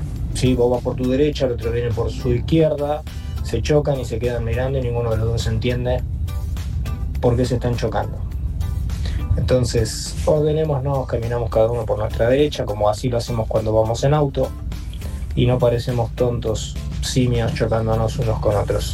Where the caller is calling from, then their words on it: Buenos Aires, Argentina; soy de La Paternal.